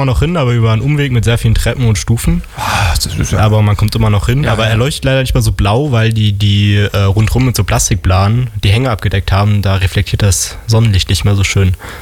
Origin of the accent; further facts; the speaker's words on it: Weimar, Thuringia, Germany; moved away; ich komme ursprünglich aus dem schönen Thüringen.